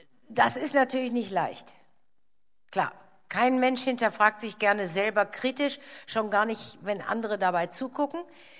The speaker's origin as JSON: {"language": "German", "town": "Cologne", "region": "North Rhine-Westphalia", "country": "Germany", "said": "Das hätte ich jetzt als Kölnerin überhaupt nicht zu hoffen gewagt."}